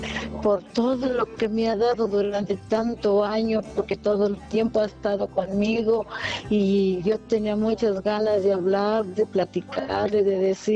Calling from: Tlalnepantla, State of Mexico, Mexico; Del Estado de México, de Tlalnepantla.

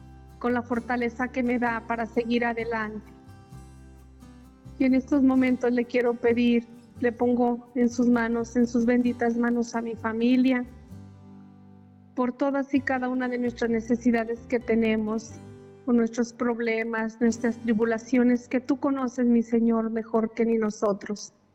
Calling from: Zacatecas, Mexico; De Zacatecas.

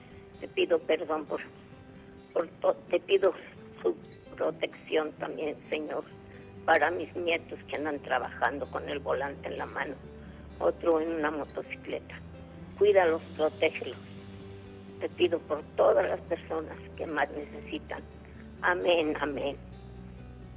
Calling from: Zapopan, Jalisco, Mexico; De aquí, de Zapopan, Jalisco.

